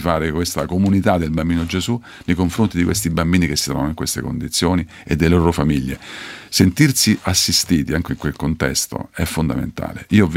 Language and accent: Italian; Rocca di Papa, Lazio, Italy; io sono di Rocca di Papa, un paesino dei Castelli Romani